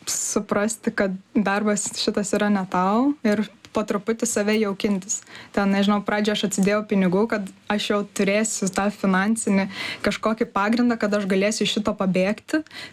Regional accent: Kaunas, Kaunas County, Lithuania; now in Vilnius, Lithuania; Tai va taip ir buvo, arba tau patinka Vilnius, arba tau patinka Kaunas, tai aš iš Kauno tiesiog norėjau bėgti į savo svajonių miestą

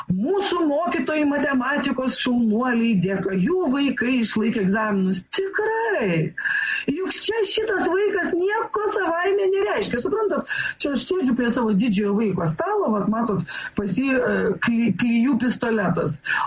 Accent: Švenčionys, Vilnius County, Lithuania; mano gimtojo miesto Švenčionių gimnaziją ir kokią nors Kauno gimnaziją

